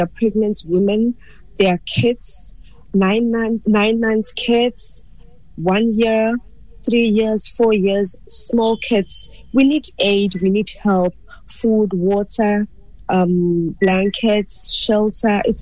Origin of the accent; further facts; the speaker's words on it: South Africa; I grew up here in South Africa. My grandmother was a teacher here in South Africa, and I stayed with her. So I grew up here in South Africa. I didn't grow up in Ghana